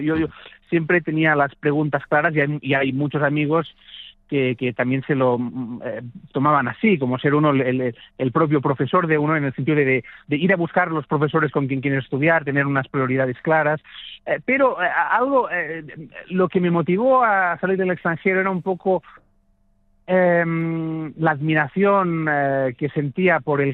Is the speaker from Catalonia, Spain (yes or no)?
yes; Catalonia, Spain; also born or lived in New York; yo nunca quiero renunciar a mis raíces. Y me siento pues muy feliz de estar en mi país y de en fin, de tener una carrera en Cataluña y en España, ¿no?